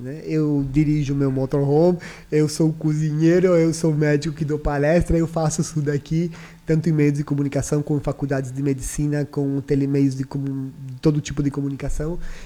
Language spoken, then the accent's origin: Portuguese; Dionísio, Minas Gerais, Brazil; moved away; Sou de Dionísio, né?